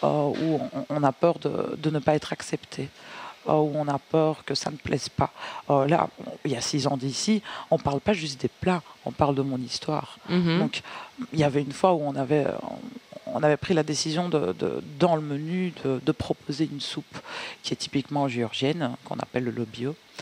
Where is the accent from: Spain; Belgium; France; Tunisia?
Belgium; Liège, Wallonia; Et j'avais envie de partager ça ici à Liège, parce que au final, j'ai grandi à Liège, ça fait 24 ans que je suis ici.